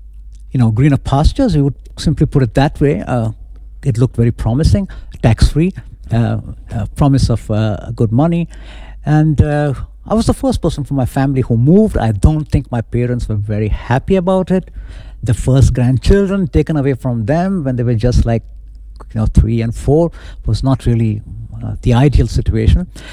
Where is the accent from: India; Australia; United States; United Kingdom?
India; Goa; I was born in Goa, as I said, which is was a predominantly Catholic state.